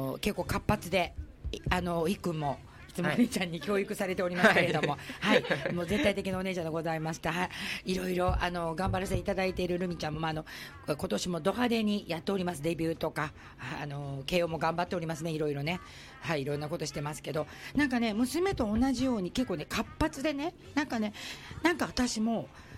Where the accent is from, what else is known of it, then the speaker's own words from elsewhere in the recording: Osaka, Japan; 私大阪で育ったんです。